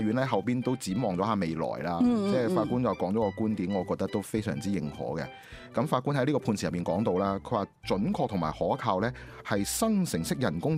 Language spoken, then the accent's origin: Cantonese; Guangdong, China; 我哋廣東人講嘅老作